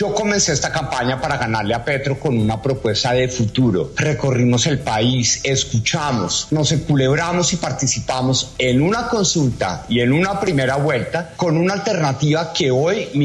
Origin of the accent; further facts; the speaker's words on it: Colombia